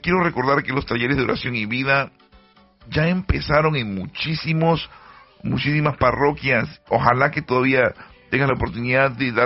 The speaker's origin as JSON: {"language": "Spanish", "country": "Panama", "said": "yo antes de los 15 años yo sabía que era panameño, pero ahora puedo, o antes de los 18 años ya yo sé que era panameño, no, porque te dan la cédula en Panamá. Sigo siendo panameño"}